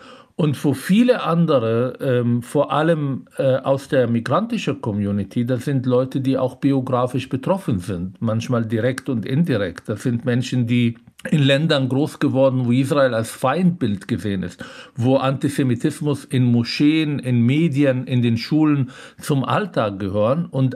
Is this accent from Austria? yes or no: no; Palestine; Und vor allem als Palästinenser